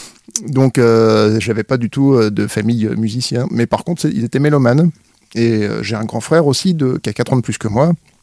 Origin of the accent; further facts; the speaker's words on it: Lusigny-sur-Barse, Grand Est, France; Et je vivais à l'époque à Lusigny-sur-Barse.